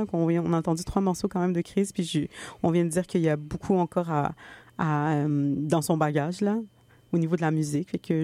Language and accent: French; Montreal, Quebec, Canada; born there; moi, je suis née à Montréal.